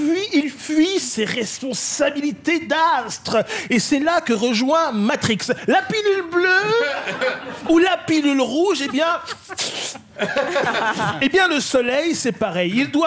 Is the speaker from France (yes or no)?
yes; France; réalisateur français.